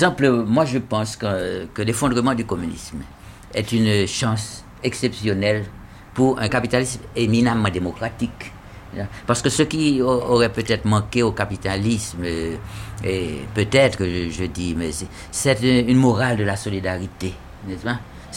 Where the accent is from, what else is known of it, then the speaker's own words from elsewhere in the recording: Jacmel, Sud-Est, Haiti; also born or lived in Paris; now in Lézignan-Corbières, France; j'ai eu d'autres choses dans mon enfance, à Jacmel, en Haïti